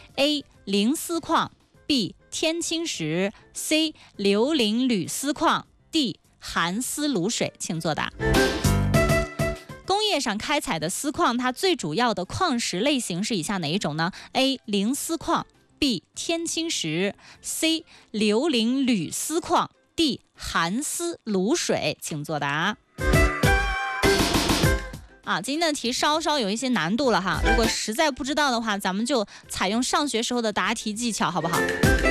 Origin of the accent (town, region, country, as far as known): Qinghai, China